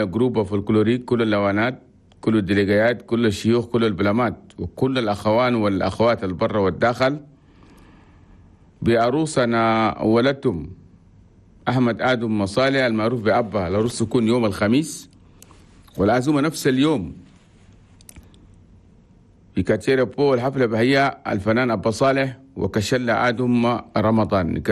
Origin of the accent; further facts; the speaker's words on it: Chad; وأننا كلنا تشاديين لازم نعيشوا بالعافيه والسلام والاستقرار في بلدنا تشاد